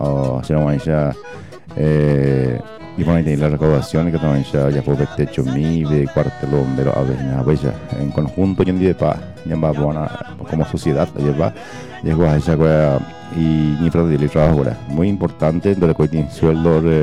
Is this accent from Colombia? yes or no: no; Paraguay; ya el ombligo ñande particular como buen paraguayo